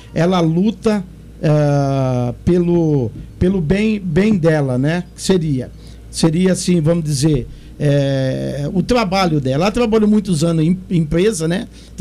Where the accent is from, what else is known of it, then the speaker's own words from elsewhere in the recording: Brazil; na Vila Gadini, né? Onde eu nasci, onde a gente criamos junto